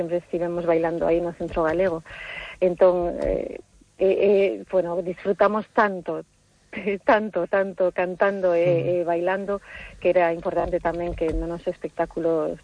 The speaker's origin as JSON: {"language": "Galician", "region": "Brussels", "country": "Belgium", "tie": "born or raised there", "said": "cando decimos, somos de Bruselas e nacimos en Bruselas, pois a xente pois está ainda máis"}